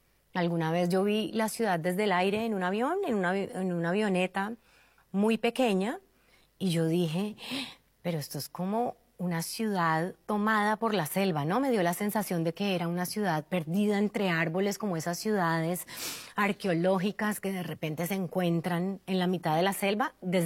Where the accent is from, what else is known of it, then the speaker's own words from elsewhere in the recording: Cali, Valle del Cauca, Colombia; Yo soy de Cali y Cali parece una ciudad muy liberal porque es de tierra caliente, tiene como 7 o 9 ríos que la atraviesan y son unos ríos espectaculares con piedras